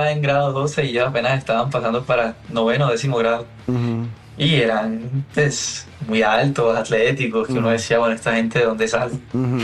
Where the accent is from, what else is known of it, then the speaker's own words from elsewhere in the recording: Barranquilla, Atlántico, Colombia; born there; Barranquilla. Barranquilla.